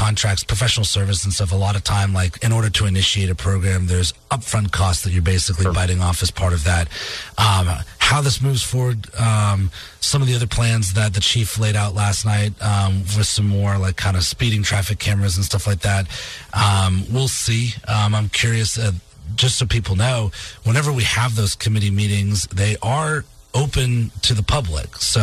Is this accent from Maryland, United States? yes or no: no; Massachusetts, United States; born or raised there